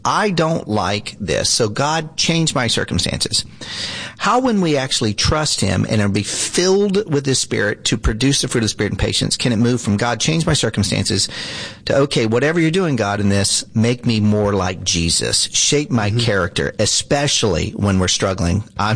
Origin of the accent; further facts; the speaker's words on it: the South, United States; I grew up in the South.